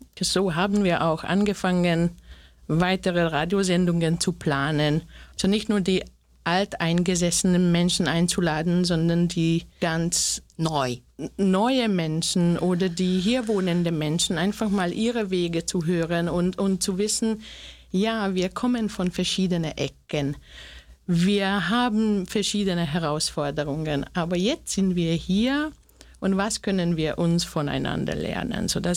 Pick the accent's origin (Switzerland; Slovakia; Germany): Slovakia; German is a second language; now in Austria; Ich komme auch aus der Slowakei. Ja, also ich bin auch eine Minderheit ich kenne dieses Minderheitsgefühl auch in Österreich. So für mich ist halt ja eine andere Landessprache.